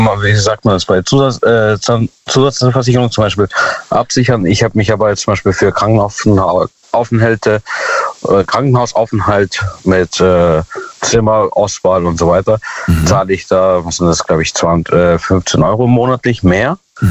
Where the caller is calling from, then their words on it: Ottersweier, Baden-Württemberg, Germany; Ja, aus Ottersweier.